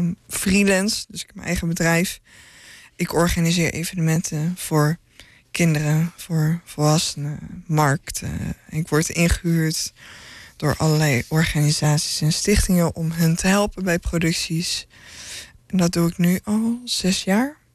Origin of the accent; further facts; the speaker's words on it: Almere, Flevoland, Netherlands; want ik kom uit Almere